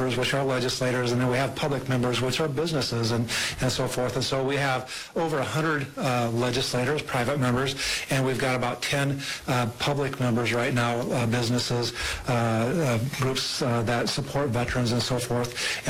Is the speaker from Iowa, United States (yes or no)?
yes; Iowa, United States; I grew up in Iowa, and so I stayed there a good portion